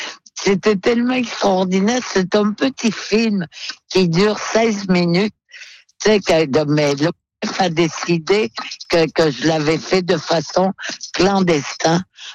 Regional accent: Canada; first language Inuktitut; French is a second language; Et puis, pas seulement que c'était ma langue maternelle, mais c'est parce que c'est la langue.

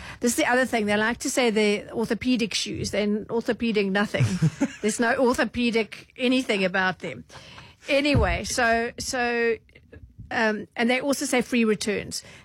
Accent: Durban, KwaZulu-Natal, South Africa; My hometown of the Bluff. And I'm like, I'm from Durban. We don't really refer to my hometown, the Bluff.

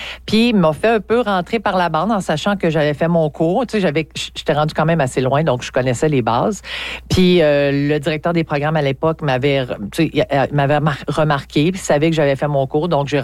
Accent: Val-d'Or, Quebec, Canada; Moi, là, M. Chabot, je suis native de Val-d'Or. Mm-hmm. Alors, j'ai grandi à Val-d'Or jusqu'à ce que je quitte pour les études

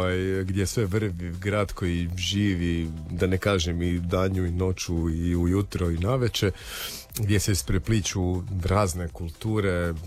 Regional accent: Croatia

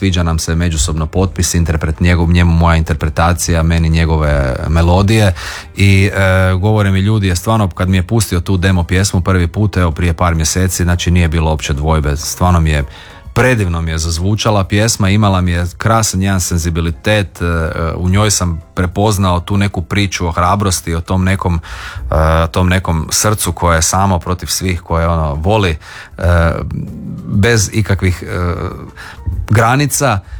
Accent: Zaprešić, Zagreb County, Croatia; snimljen u mom rodnom kraju, u Zaprešićkom kraju, baš ono u Zaprešiću

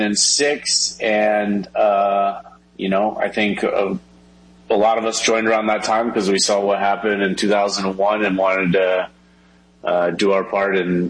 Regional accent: Oklahoma, United States; I grew up in Oklahoma.

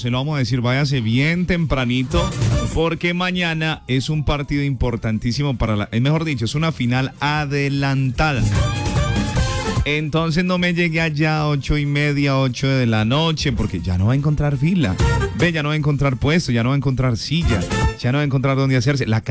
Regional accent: Colombia; como los colombianos sabemos

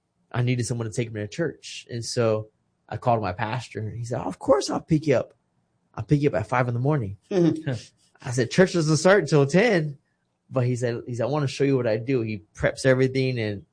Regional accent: Kingsville, Texas, United States; Yes, I'm born and raised in Kingsville, Texas. My dad's from L.A.

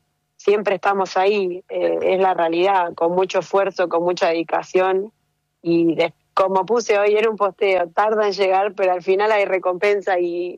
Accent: Argentina; en Argentina tenemos un semillero de increíbles jugadoras

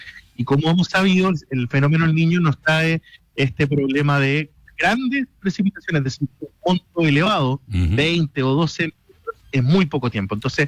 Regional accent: Punta Arenas, Magallanes and Chilean Antarctica, Chile; yo provengo de la región de Magallanes, en Punta Arenas, en el sur.

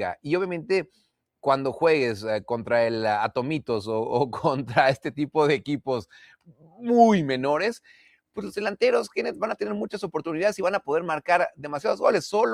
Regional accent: Mexico; nuestra expectativa como mexicanos es tener que irse al Real Madrid, al Barcelona, al Inter de Milán

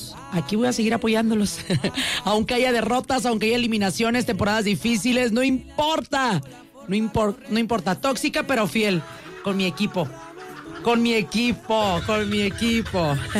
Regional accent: Mazatlán, Sinaloa, Mexico; de Mazatlán, Sinaloa. No, ¿cuándo voy a andar haciendo menos yo mi pueblo si también hay gente que me ubica o me identifica únicamente por mi ciudad natal, ¿no? Por de donde soy, por el lugar en el que nací.

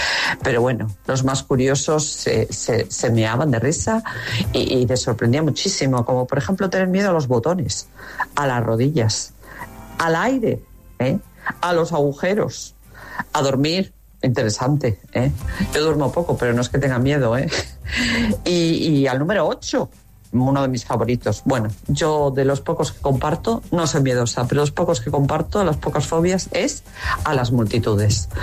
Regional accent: Cantabria, Spain; now in Seville, Spain; Soy cántabra en Sevilla.

